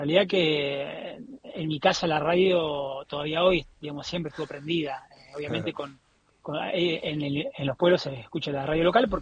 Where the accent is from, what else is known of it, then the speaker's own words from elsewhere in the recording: General Villegas, Buenos Aires Province, Argentina; moved away; Radio Actualidad, la radio de mi pueblo